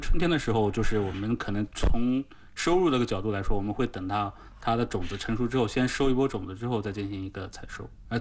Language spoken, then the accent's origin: Chinese; Ma'anshan, Anhui, China; 我的家乡马鞍山市寒山县